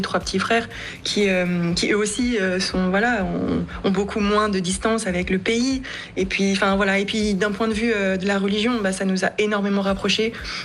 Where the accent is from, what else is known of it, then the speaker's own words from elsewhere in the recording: Morocco; bah, je suis marocaine